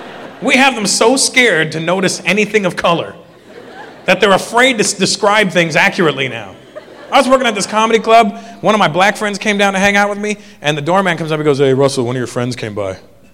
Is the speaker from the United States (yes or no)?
no; India; Then you get in that group and we're like, "Hey, you're from India? I'm from India. What part